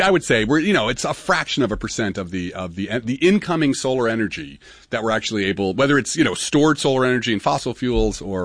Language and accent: English; Newark, New Jersey, United States; it's like going to Newark, and I'm from Newark, so I can say that.